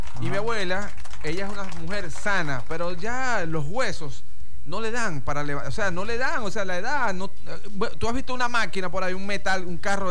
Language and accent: Spanish; Venezuela; nosotros como venezolanos